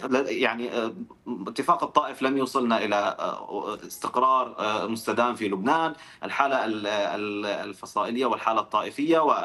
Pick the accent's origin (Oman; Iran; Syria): Syria; نعمل اليوم كسوريين